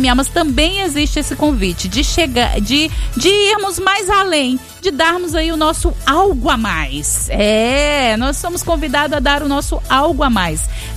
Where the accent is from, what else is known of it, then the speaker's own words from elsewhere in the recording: Vitória da Conquista, Bahia, Brazil; ela é de Vitória da Conquista, na Bahia, minha terra mais linda e maravilhosa.